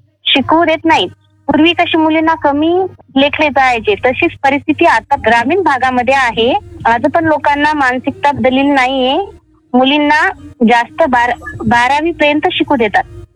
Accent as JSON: {"language": "Marathi", "town": "Pardi Asra", "region": "Maharashtra", "country": "India", "tie": "born or raised there", "also_born_or_lived": "Sukli", "said": "माझं गाव सुकळी आहे, तालुका जिल्हा वाशिम आहे. वाशिम वरून 20 किलोमीटर अंतर माझं गाव आहे. तसेच माझे माहेर पारडी आसरा आहे."}